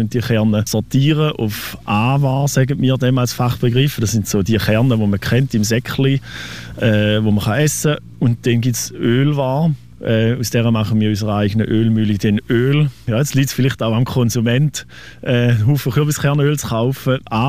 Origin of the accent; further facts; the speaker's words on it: Schaffhausen, Switzerland; Als Schaffhauser Bauer hast du immer noch einen Kollegen, der Weinbauer ist